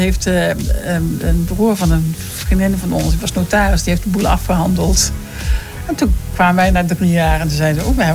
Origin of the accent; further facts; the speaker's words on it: North Brabant, Netherlands; also born or lived in abroad; now in Appingedam, Netherlands; Nee, ik ben Brabantse van geboorte. Mijn moeder was van een Gronings, maar ik ben gewoon in Brabant opgegroeid. Met een Brabantse vader